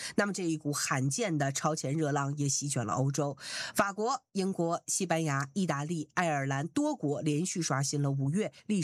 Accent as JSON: {"language": "Chinese", "region": "northern China", "country": "China", "moved": "yes", "lives_now": "New Zealand", "said": "我作为个北方人，对不对？新西兰这再冷一点，到零下我也能扛"}